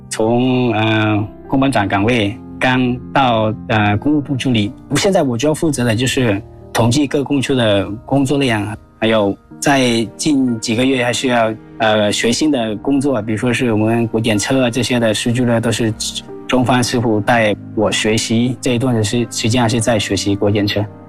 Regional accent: Laos; Chinese is a second language; 因为对我们老挝人来说这份工作也是一份很好工作，因为铁路从来是老挝历史上是没有的

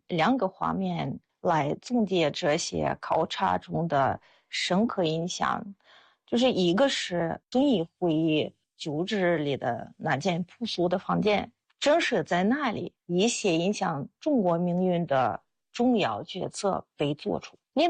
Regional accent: Russia; now in China; 我是俄罗斯人，我在中国生活了25年，现在在党史研究院做翻译工作。

